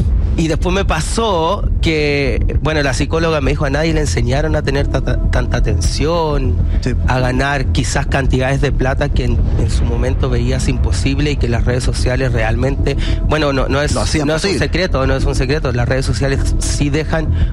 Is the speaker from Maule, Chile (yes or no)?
yes; Curicó, Maule, Chile; Soy de Curicó.